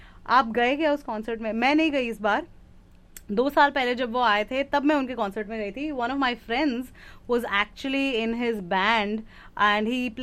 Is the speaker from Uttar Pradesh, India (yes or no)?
no; West Bengal, India; मतलब फन चीज ये है कि मैं तो बंगाली हूँ, मैं तो मुझे भंगड़ा उतना अच्छे से आता भी नहीं है। I am not even a Punjabi